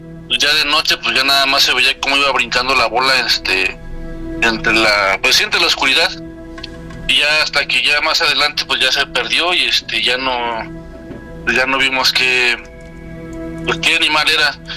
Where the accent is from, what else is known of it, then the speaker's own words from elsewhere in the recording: Saltillo, Coahuila, Mexico; yo soy de Saltillo, Coahuila. Yo viví mucho tiempo en Coahuila, y lo que es ahí en Parras y Ramos Arizpe, se contaban muchas historias de brujas.